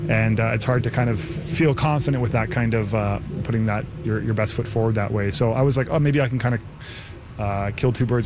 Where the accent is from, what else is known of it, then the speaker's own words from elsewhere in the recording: Victoria, British Columbia, Canada; I grew up here in Victoria